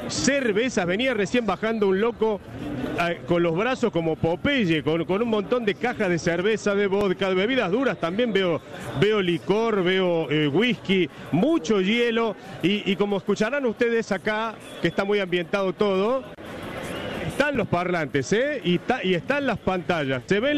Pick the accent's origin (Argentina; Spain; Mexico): Argentina; Somos de Argentina.